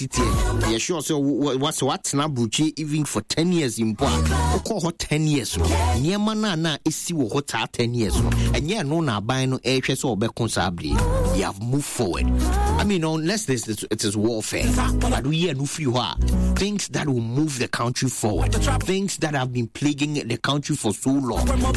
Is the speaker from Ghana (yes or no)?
yes; Ghana; Sometimes being a Ghanaian is a very tedious job.